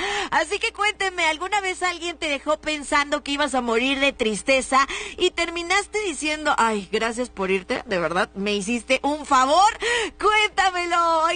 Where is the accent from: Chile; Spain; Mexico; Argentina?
Mexico; Guanajuato; va para mi tierra, me encanta